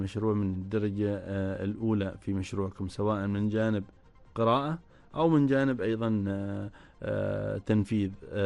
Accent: Oman; عندنا في عمان

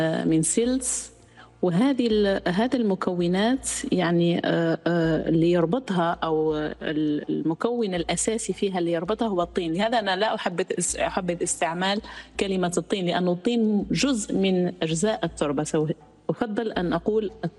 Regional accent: Algeria; أو قصور عندنا بالجزائر

